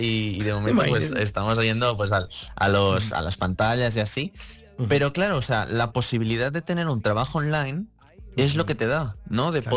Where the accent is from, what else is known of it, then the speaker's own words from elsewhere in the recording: Catalonia, Spain; Yo soy de Barcelona, de un pueblito del lado de Barcelona.